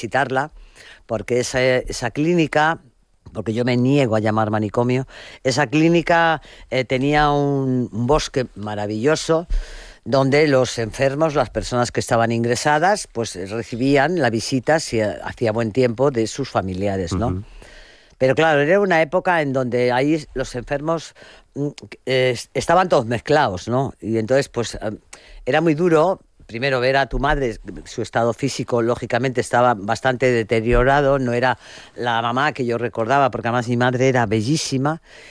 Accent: Madrid, Community of Madrid, Spain; Yo me crié en Madrid. Entonces, para mí, Madrid es una ciudad que llevo dentro de mí, de mi corazón.

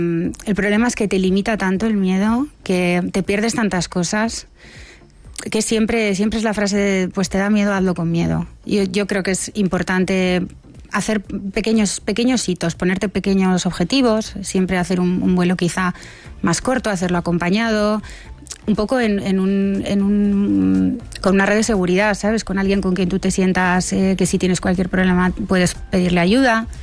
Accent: Bilbao, Basque Country, Spain; yo soy de Bilbao

